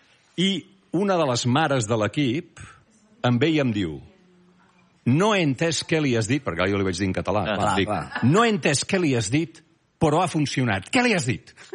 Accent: Barcelona, Catalonia, Spain; Vinc de Barcelona, perdona.

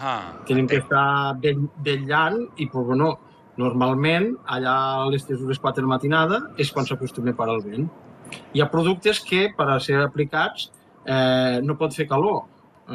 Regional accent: Aitona, Catalonia, Spain

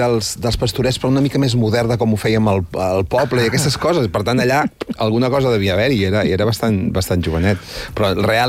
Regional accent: Santa Perpètua de Mogoda, Catalonia, Spain; born there; also born or lived in Sabadell; Jo soc de Santa Perpètua

